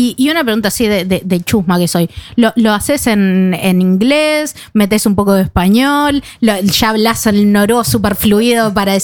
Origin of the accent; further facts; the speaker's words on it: Uruguay; now in Norway; como uruguaya no puedo tapar el sol con un dedo